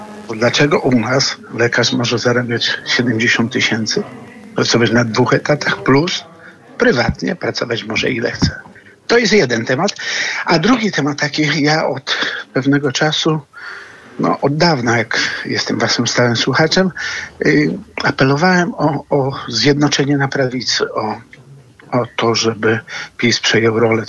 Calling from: Lubusz Voivodeship, Poland; dzwonię z województwa lubuskiego

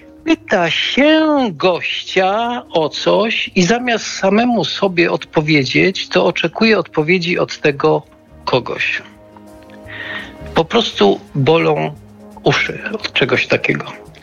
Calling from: Lesser Poland, Poland; Stały słuchacz z Małopolski.

